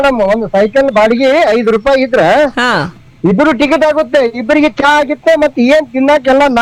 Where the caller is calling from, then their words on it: Karnataka, India; ನಮ್ಮ ಊರಿಂದ ನಮ್ಮ ಬಿಜಾಪುರಕ್ಕೆ ಹೋಗ್ಬೇಕಾದ್ರೆ ನಮಗೆ 20 ಕಿಲೋಮೀಟರ್ ಮೇಡಮ್.